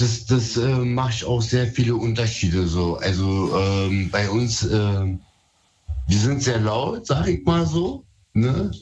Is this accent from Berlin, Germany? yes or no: yes; Berlin, Germany; first language Turkish; So, ich bin DJ hier in Berlin, produziere Progressive Psytrance und meine Muttersprache ist Türkisch.